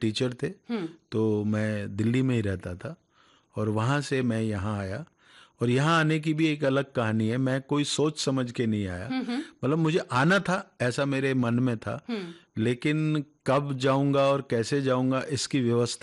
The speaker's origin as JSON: {"language": "Hindi", "region": "Haryana", "country": "India", "tie": "born or raised there", "said": "तो मैं गांव में रहता था, पलवल के पास मेरा गांव है।"}